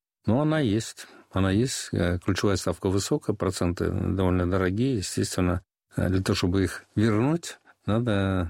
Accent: Crimea, Ukraine; moved away; в детстве, еще живя в Крыму

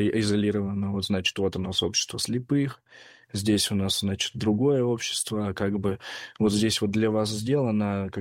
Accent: Russia; born there; слава богу, опять же, что я родился в России.

